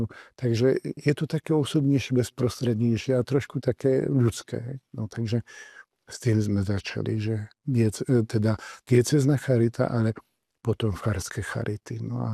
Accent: Vrútky, Žilina Region, Slovakia; born there; tam vo Vrútka sme boli Oravci.

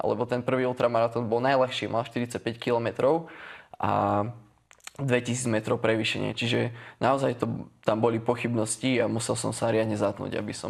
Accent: Čadca, Žilina Region, Slovakia; ja pochádzam z Kysúc a v Čadci vlastne máme takú street workoutovú komunitu

